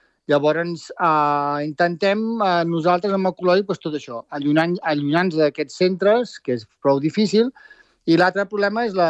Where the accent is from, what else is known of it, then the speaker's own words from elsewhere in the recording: Sant Pere de Vilamajor, Catalonia, Spain; Avui aquí a Sant Pere de Vilamajor, d'on sóc jo, sóc d'aquí del Montseny